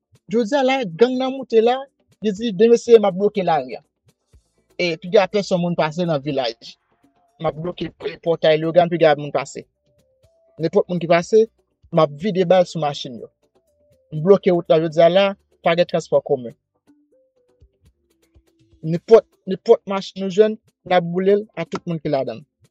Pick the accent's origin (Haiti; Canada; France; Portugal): Haiti; parce que on est haïtien